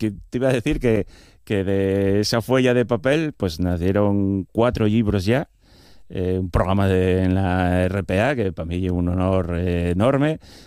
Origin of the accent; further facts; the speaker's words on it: Avilés, Asturias, Spain; also born or lived in cuenca minera; que yo soy de Avilés, pero viví muchos años en la cuenca minera